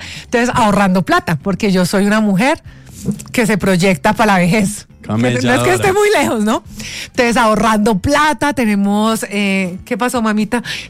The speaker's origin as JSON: {"language": "Spanish", "town": "Popayán", "region": "Cauca", "country": "Colombia", "tie": "born or raised there", "also_born_or_lived": "Paris", "said": "Mira, yo crecí en Popayán, Cauca."}